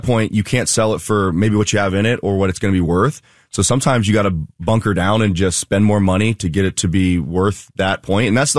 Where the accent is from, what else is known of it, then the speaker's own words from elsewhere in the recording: Pickerington, Ohio, United States; Yeah, so I'm born and raised in Columbus, Pickerington. I went to Pickerington North, graduated in 2013. Went to University of Dayton, came back home